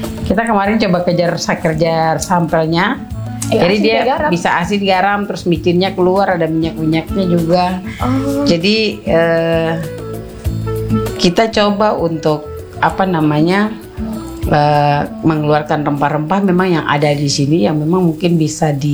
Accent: Papua, Indonesia; Karena memang dari dulu kita orang Papua ada sebagian suku yang memang punya garamnya tuh itu

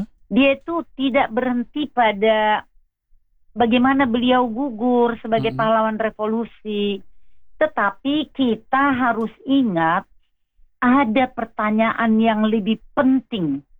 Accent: Balige, North Sumatra, Indonesia; yang lahir di Balige, di kampungku juga nih.

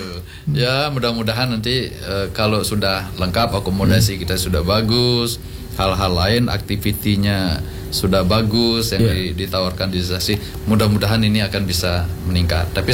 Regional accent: Lampung, Indonesia; born there; also born or lived in Nusa Penida, Bali; walaupun saya orang Bali gitu, orang tua yang dari Bali, saya lahir di Lampung, kira-kira gitu. Saya lahir di Lampung. Kampung saya di Bali itu, di Nusa Penida itu, Nusa Lembongan

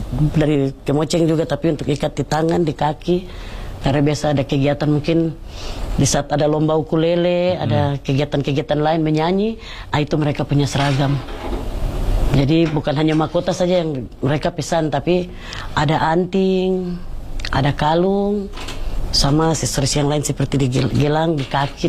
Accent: Papua, Indonesia; Umum untuk kami orang Papua.

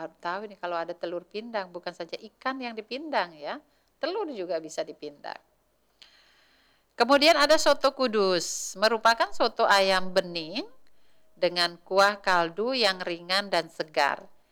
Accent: Sulawesi, Indonesia; kita orang Sulawesi

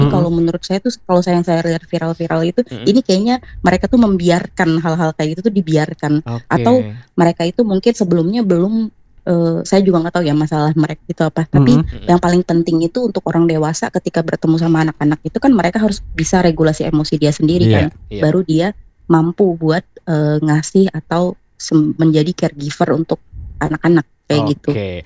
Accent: Dumai, Riau, Indonesia; born there; Aslinya aku itu orang Melayu, jadi aku tuh lahirnya di Dumai, jadi ya pindah-pindah.

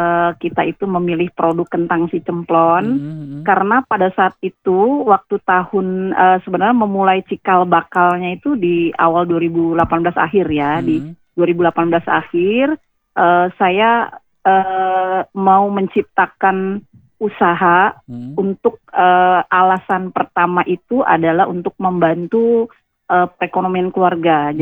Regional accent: Jakarta, Indonesia; Kalau saya di Jembatan 5

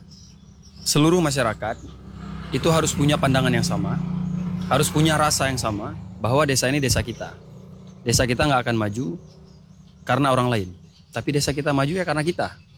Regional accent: Aceh, Indonesia

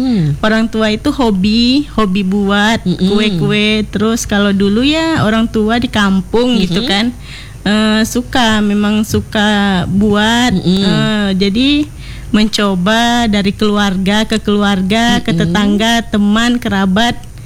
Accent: North Sumatra, Indonesia; now in Pekanbaru, Indonesia; Iya, saya berasal dari Medan, yaitu dari Kabupaten Batubara.

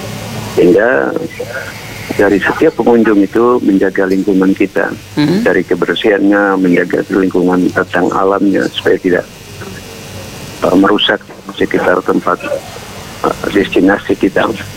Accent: Jayapura, Papua, Indonesia; Saya bicara karena saya dari Jayapura.

